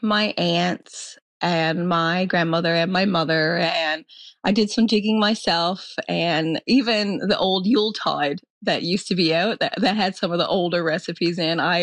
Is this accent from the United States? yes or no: no; Triton, Newfoundland and Labrador, Canada; I'm very proud of my hometown. Triton is a beautiful place to live and the people are lovely.